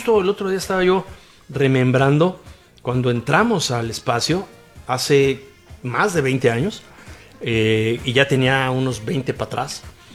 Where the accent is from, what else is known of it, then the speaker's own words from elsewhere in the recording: Tlatelolco, Mexico City, Mexico; born there; Yo nací en Tlatelolco.